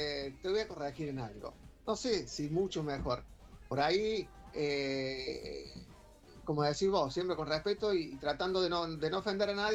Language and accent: Spanish; Córdoba, Argentina; el argentino, y sobre todo el cordobés